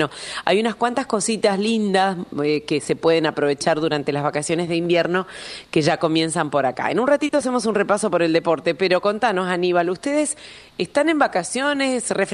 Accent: Argentina; valoremos que somos argentinos

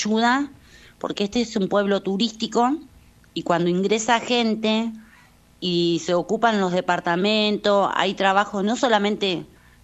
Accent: José de San Martín, Chubut, Argentina; moved away as an adult; now in Puerto Pirámides, Argentina; yo soy de José de San Martín. Vine a Pirámides por cuestiones de la vida, armé mi familia, me tocó venir acá.

